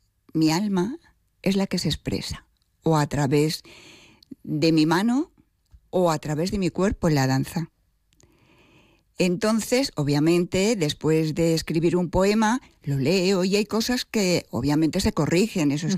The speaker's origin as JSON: {"language": "Spanish", "town": "Alcalá de Henares", "region": "Community of Madrid", "country": "Spain", "tie": "born there", "moved": "as an adult", "lives_now": "Torrejón de Ardoz, Spain", "said": "nací aquí en Alcalá y cuando me casé a los 18 años me fui a vivir a Torrejón, que es de donde yo vivo ahora. Uh-huh. Yo siempre digo que soy alcalaína de nacimiento y Torrejón, y de Torrejón hija adoptiva"}